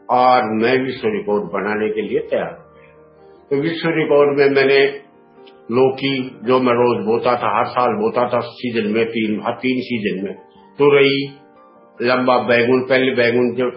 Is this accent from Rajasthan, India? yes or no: yes; Ajitgarh, Rajasthan, India; अजीतगढ़ का रहने वाला हूँ, जाति से पारिक ब्राह्मण हूँ।